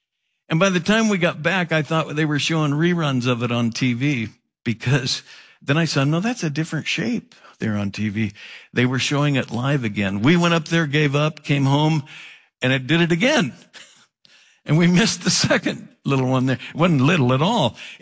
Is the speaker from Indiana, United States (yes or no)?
no; Oregon, United States; I grew up in Oregon and, I'm getting old.